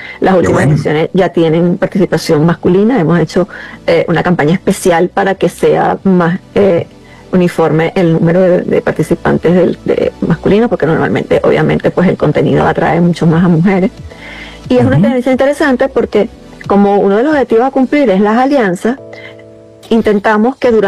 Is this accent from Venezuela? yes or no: yes; Venezuela; mujeres que no están dentro de Venezuela, pero somos venezolanas.